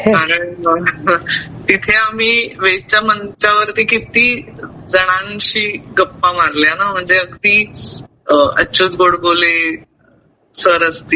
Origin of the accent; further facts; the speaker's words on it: Thane, Maharashtra, India; now in Pune, India; माझं बालपण ठाण्यात गेलं.